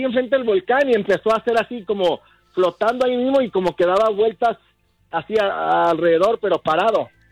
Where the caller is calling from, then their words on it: Tepames, Colima, Mexico; soy de Tepames